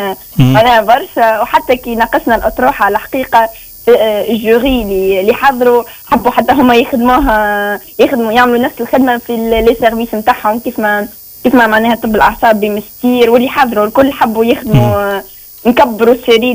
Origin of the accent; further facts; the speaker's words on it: Tunisia; عندنا في تونس